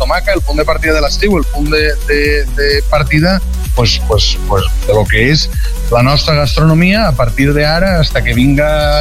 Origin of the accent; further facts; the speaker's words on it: Valencian Community, Spain; sabent valencià com som valencians i estiguent conforme estem en el mig rural